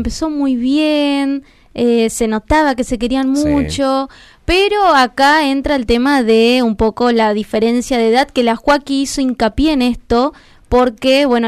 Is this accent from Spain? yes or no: no; Argentina; Para quienes somos de Argentina